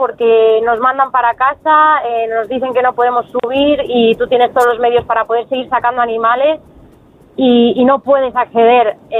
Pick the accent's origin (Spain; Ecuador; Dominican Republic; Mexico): Spain; Villaviciosa de Odón, Community of Madrid; de ninguna de las zonas afectadas, somos de Villaviciosa de Odón.